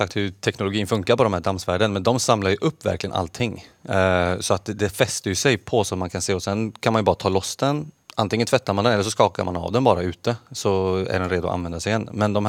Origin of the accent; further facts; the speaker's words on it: Gothenburg, Västra Götaland County, Sweden; now in Stockholm, Sweden; jag bor ju egentligen i Stockholm, men jag är från Göteborg. Så nu är jag bara på besök.